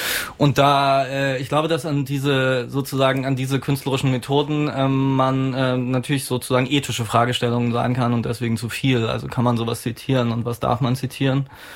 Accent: East Germany, Germany; ich bin ja auch Ostdeutscher

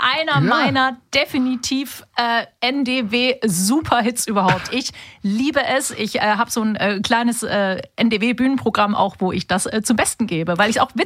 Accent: Baden-Württemberg, Germany; Ich komme aus dem Schwabenland. Ich komme tatsächlich aus dem Schwabenland, ja.

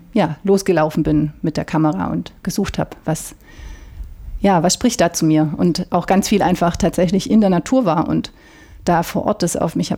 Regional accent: West Germany, Germany; moved away as an adult; now in East Germany; ich bin in Westdeutschland aufgewachsen

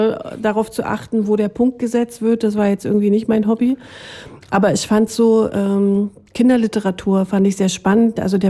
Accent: Guben, Brandenburg, Germany; moved away; Ich bin ja im Neubaugebiet aufgewachsen

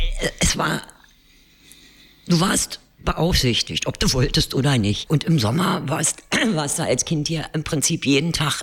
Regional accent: Berlin, Germany; Weil ich mich hier immer wohlgefühlt habe. Also ich habe es immer irgendwie als ja meine Heimat.

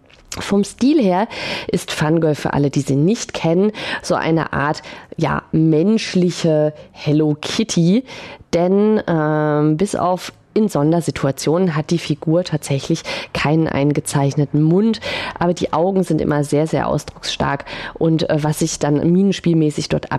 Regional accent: Stuttgart, Baden-Württemberg, Germany; als Stuttgarterin

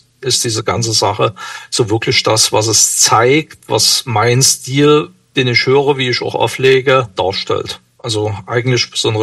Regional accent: Saxony, Germany

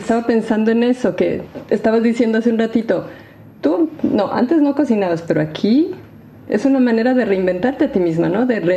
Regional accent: Ecuador; now in Germany; yo soy ecuatoriana, ¿no?, de nacimiento y crecí en Ecuador

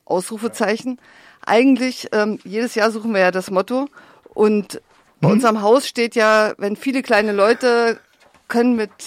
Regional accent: Weimar, Thuringia, Germany; ich komme ja auch aus Weimar

